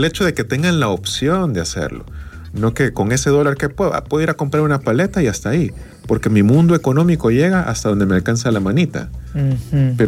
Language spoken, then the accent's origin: Spanish; El Salvador; incluso como salvadoreños